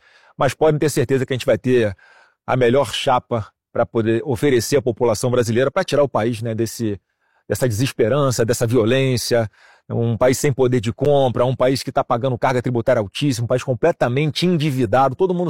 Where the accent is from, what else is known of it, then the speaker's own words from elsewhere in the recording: Brazil; Óbvio que eu respeito, mas eu sou brasileiro, não desisto nunca.